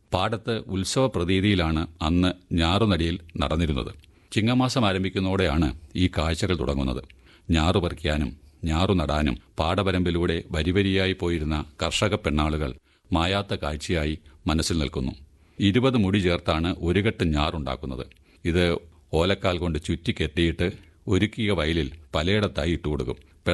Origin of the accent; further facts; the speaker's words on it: Vallikkavu, Kerala, India; ഞാൻ ജനിച്ച ആ ഗ്രാമത്തെ ഇന്നും ഞാൻ പിന്തുടരുന്നു ദിനംപ്രതി.